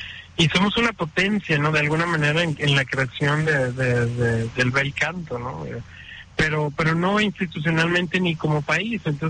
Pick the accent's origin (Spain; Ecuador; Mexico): Mexico; nos ayuden a mantener esa hegemonía que tenemos como mexicanos dentro del arte de la ópera, ¿no?